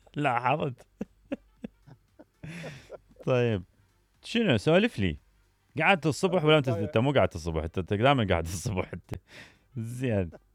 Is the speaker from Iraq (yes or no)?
yes; Iraq; عندنا بالعراق احنا